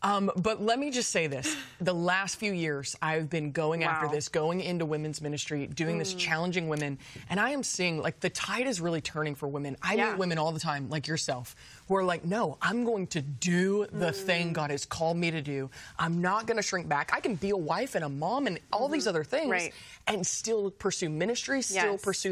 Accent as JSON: {"language": "English", "region": "Texas", "country": "United States", "tie": "born or raised there", "said": "I was raised in Texas."}